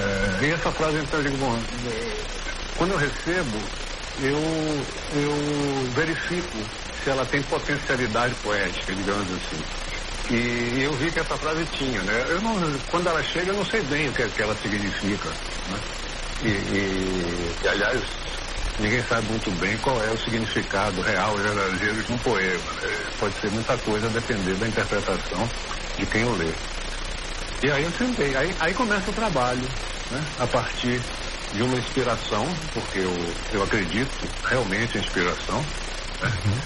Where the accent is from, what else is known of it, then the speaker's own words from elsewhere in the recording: Salvador, Bahia, Brazil; born there; lá em Salvador, onde nasci